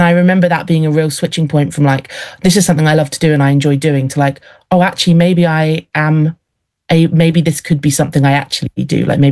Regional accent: East of England, United Kingdom; moved away as an adult; now in Leeds, United Kingdom; I grew up in Bedfordshire, which is in the south. And then I moved to Leeds when I was 18 for uni and then just stayed there.

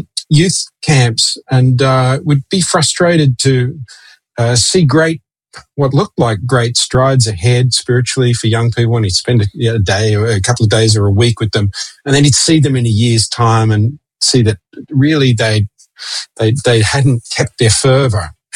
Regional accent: Sydney, New South Wales, Australia; in the system that we grew up in Sydney

